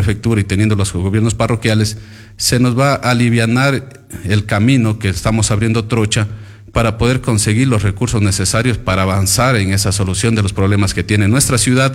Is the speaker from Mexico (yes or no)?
no; Catamayo, Loja, Ecuador; Como ciudadano de cantón, sí. Catamayo.